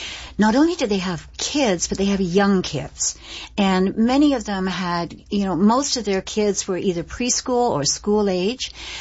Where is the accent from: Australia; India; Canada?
Canada; as a Canadian, I find it an embarrassment.